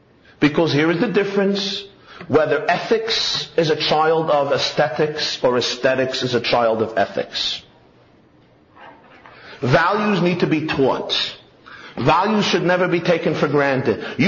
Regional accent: New York City, New York, United States; Growing up in the Crown Heights community of Brooklyn, I did not know what it means to grow up with a dog.

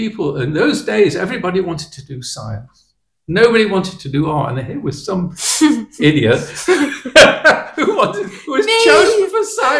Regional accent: Manchester, North West England, United Kingdom; moved away; I came down from Manchester

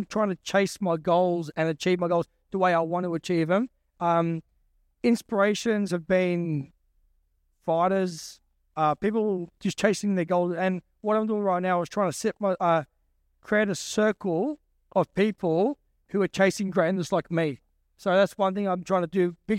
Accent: Melbourne, Victoria, Australia; I grew up around the area, I grew up around Kill Downs

